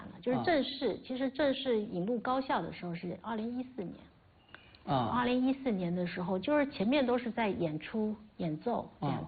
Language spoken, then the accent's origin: Chinese; Fujian, China; also born or lived in Quanzhou; 其实我们小时候的时候就是一直听那个蒲仙戏长大的，然后小时候接受的这些，因为我小时候是在村里面的小学